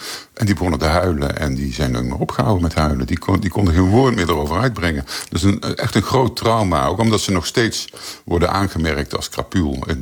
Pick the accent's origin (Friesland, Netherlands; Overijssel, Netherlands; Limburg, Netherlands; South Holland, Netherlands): Limburg, Netherlands; Maastricht